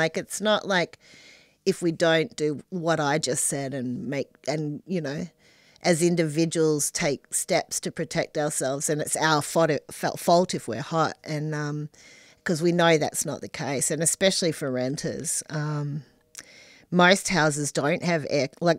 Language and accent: English; Western Australia, Australia; Growing up in Western Australia, you have a more kind of serious approach to those really hot days, and especially the heat waves.